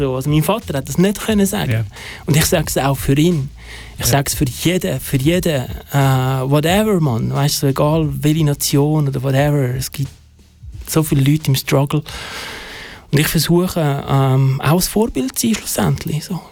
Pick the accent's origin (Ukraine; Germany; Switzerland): Switzerland; born there; German is a second language; als ich in die Schweiz gekommen bin, habe ich kein Wort Deutsch können. Ich war 7 und musste in Deutschunterricht gehen.